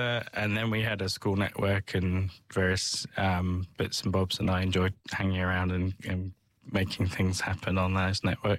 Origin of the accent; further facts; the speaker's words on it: Southampton, South East England, United Kingdom; So I was brought up in England. So mm-hmm. I went to King Edward's School in Southampton, mm-hmm.